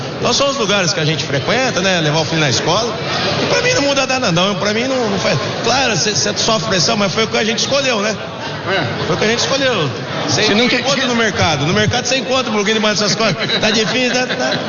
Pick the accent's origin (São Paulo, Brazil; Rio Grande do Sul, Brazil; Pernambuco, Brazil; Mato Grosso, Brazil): São Paulo, Brazil; Campinas; eu sou de Campinas